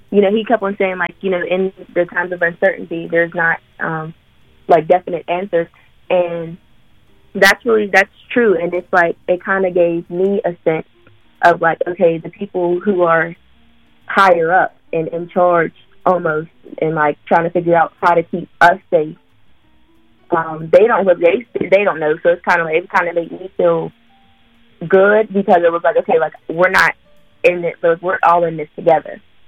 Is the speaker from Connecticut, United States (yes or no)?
no; Rankin, Pennsylvania, United States; And I'm from Rankin. So he's like literally got, like, they're really literally down the street.